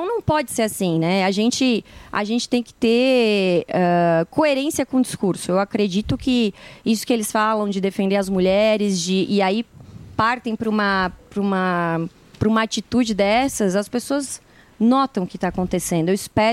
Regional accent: Criciúma, Santa Catarina, Brazil; Eu sou de Criciúma.

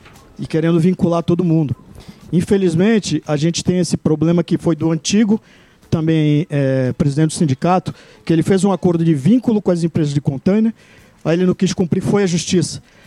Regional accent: Santos, São Paulo, Brazil; born there; also born or lived in Salvador / Vitória / Juiz de Fora; now in Guarujá, Brazil; Sou de Santos.

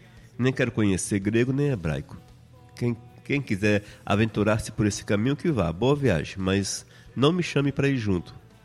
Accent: Brazil; first language Portuguese; eu sou nativo do Brasil, nasci aqui, eu tenho formação superior, sou formado em teologia, e eu falo um português que só a misericórdia de Deus.

